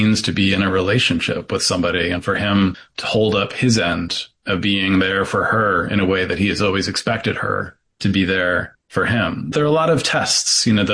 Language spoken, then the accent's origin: English; New York, United States; I tell them I'm from New York, they get this look in their eyes like they know what that means. And I have to say, no, I'm not from that New York.